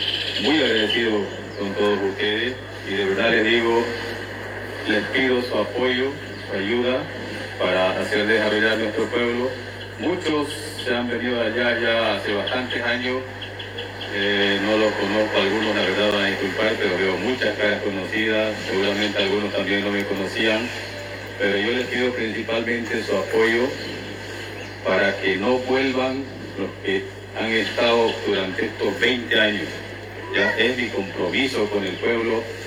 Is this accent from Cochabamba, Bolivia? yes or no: no; Comarapa, Santa Cruz, Bolivia; el alcalde de Comarapa. Comarapeño de corazón, 100%. Mi padre también es comarapeño.